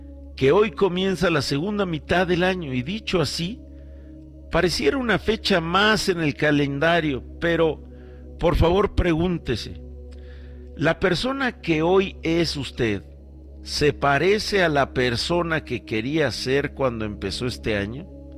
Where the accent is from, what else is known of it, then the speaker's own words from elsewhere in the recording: Mexico; Qué maravilla tener satisfacción todos como mexicanos, ¿verdad?